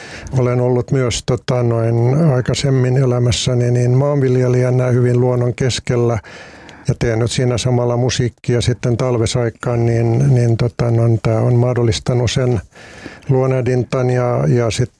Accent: Salo, Southwest Finland, Finland; Finnish is a second language; also born or lived in Helsinki / Turku; minut adoptoitiin vuoden vanhana ja siirryn sitten Helsingistä asumaan tuonne nykyistä Saloa edustava. Se oli silloin vielä Halikkoa Salosta vähän Turkuun päin olevaan maatilaan asumaan ja sitten kävin vähän aikaa ruotsinkielistä kansakoulua Turussa, kun en osannut suomea paljonkaan

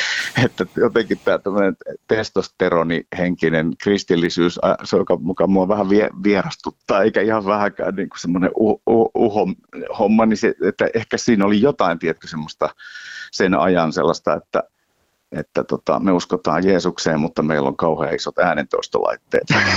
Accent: Oravikoski, North Savo, Finland; mä kärsin itsekin siitä, että mä tulin niin kuin Oravikosken Kaivoskylältä tuommoiseen ammattilaisbändiin

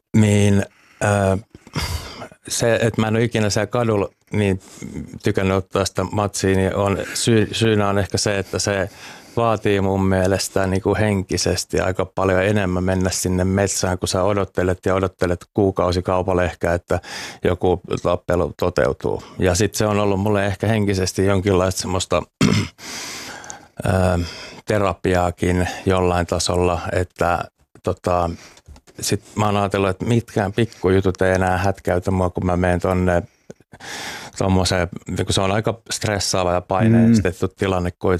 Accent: Uusimaa, Finland; Tuossa pääkaupunkiseudulta mä oon kotosin.

